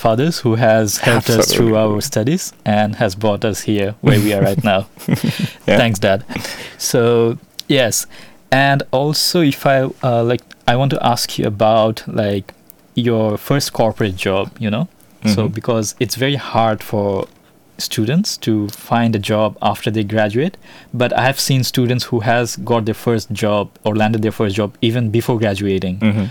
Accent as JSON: {"language": "English", "country": "Bangladesh", "moved": "yes", "lives_now": "Adelaide, Australia", "said": "and my home country, Bangladesh."}